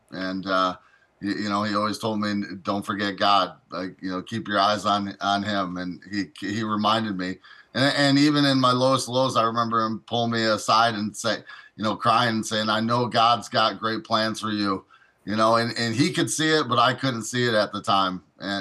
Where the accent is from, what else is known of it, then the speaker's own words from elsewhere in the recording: Morris, Illinois, United States; also born or lived in Joliet; I was born there, and I was raised in Morris, Illinois, and my parents and I are still here to this day.